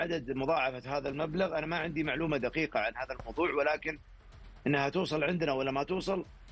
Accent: Saudi Arabia; عندنا في السعودية

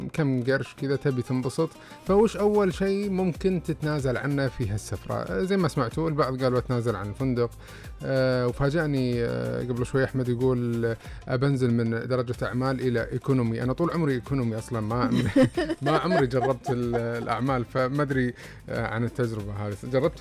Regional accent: Saudi Arabia; now in Eastern Province, Saudi Arabia; من الحوطة، من الحوطة جنبك، ماني بعيد، بس اني عايش بالشرقية.

